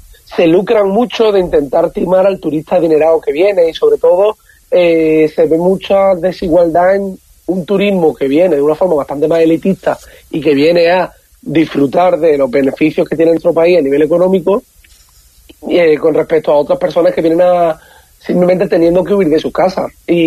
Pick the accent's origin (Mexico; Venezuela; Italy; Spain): Spain; Málaga, Andalusia; nosotros, como malagueños también